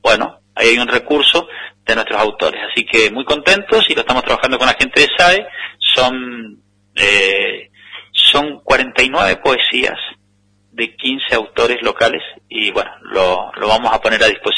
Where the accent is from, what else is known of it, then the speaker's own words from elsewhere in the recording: Bardas Blancas, Mendoza, Argentina; Yo soy de Bardas Blancas.